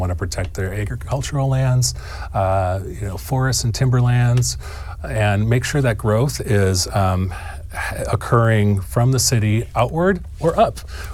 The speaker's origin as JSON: {"language": "English", "region": "Midwest", "country": "United States", "tie": "born or raised there", "moved": "yes", "lives_now": "Oregon, United States", "said": "I grew up in the Midwest."}